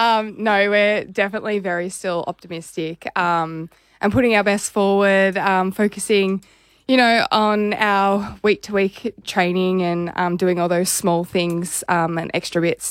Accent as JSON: {"language": "English", "town": "Melbourne", "region": "Victoria", "country": "Australia", "lives_now": "Sunshine Coast, Australia", "said": "So I'm originally from Melbourne. I've come up to the sunny coast to play netball, but I've been in England for a year playing netball"}